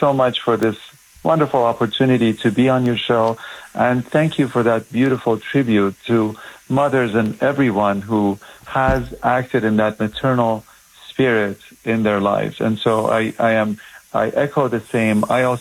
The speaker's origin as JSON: {"language": "English", "country": "Iran", "tie": "born or raised there", "also_born_or_lived": "New York", "moved": "as an adult", "said": "I was born in New York, and I'm so glad to be speaking with you in New York today. And I never grew up in New York. I was an infant when my parents moved back to Iran. My parents were Iranian nationals"}